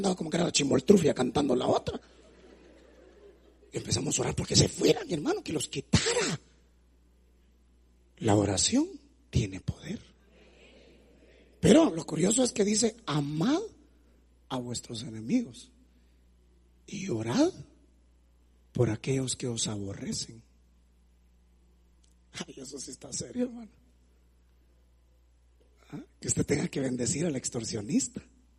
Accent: Jutiapa, Guatemala; yo soy de Jutiapa, hermano.

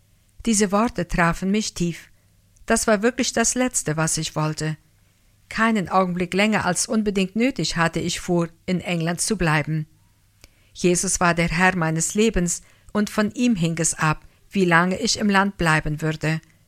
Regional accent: Pakistan; moved away; Eines Tages werde ich, so Gott will, nach Pakistan zurückkehren. Ich liebe meine Heimat

